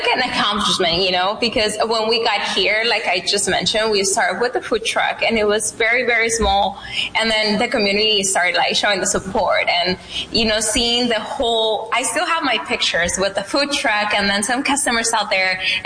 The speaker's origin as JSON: {"language": "English", "region": "Sinaloa", "country": "Mexico", "moved": "yes", "lives_now": "Yuma, United States"}